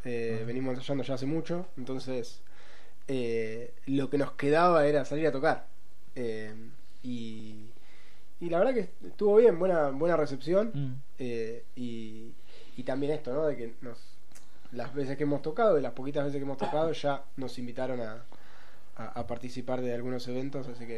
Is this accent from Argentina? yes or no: yes; Chacabuco, Buenos Aires Province, Argentina; now in La Plata, Argentina; Desde mi adolescencia en Chacabuco hasta, bueno, después pasando acá en La Plata